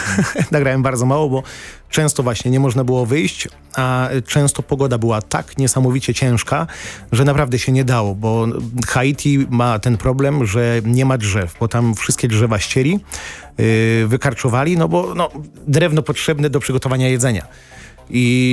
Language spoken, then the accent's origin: Polish; Szczecin, West Pomeranian Voivodeship, Poland; jestem ze Szczecina